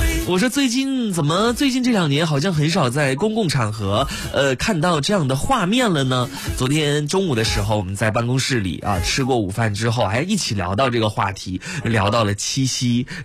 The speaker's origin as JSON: {"language": "Chinese", "country": "China"}